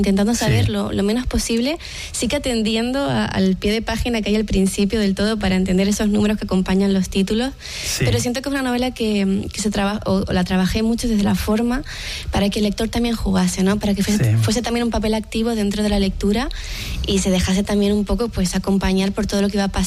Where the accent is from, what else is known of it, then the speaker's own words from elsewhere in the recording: Lanzarote, Canary Islands, Spain; Y regresar al lugar de donde naciste y creciste, creo que siempre lleva como una reconciliación.